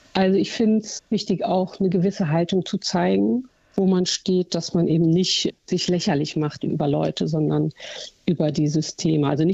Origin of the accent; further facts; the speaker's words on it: Eifel, Germany; Ja, also ich komme nun mal aus der Eifel. Das lässt sich auch nicht leugnen. Das hört man vielleicht auch manchmal, wenn ich ein bisschen schneller spreche hier an meinem Dialekt.